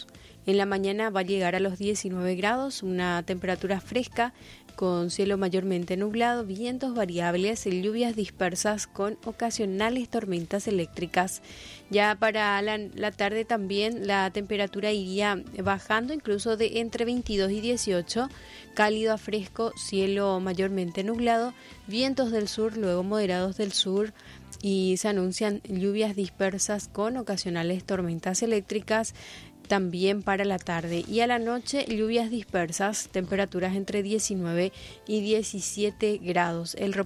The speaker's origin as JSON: {"language": "Spanish", "country": "Paraguay"}